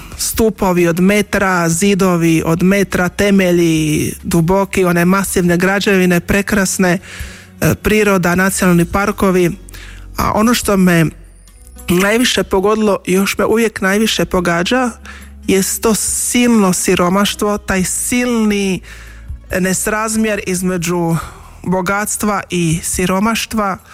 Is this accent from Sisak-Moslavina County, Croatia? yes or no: yes; Sisak, Sisak-Moslavina County, Croatia; Rođena sam u Sisku, gdje sestre milosrdnice djeluju dugi niz godina.